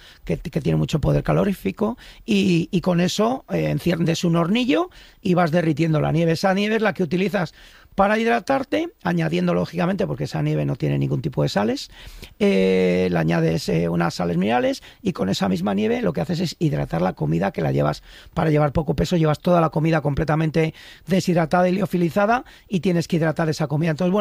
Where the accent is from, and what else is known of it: Íscar, Castile and León, Spain